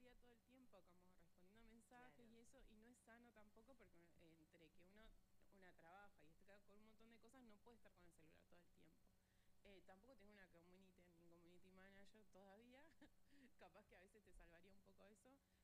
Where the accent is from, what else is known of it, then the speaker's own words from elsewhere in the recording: Neuquén, Argentina; cuando digo que soy de Neuquén